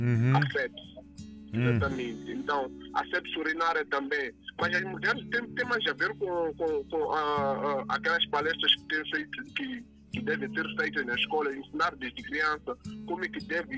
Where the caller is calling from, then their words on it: Maputo, Mozambique; Eu sou de Maputo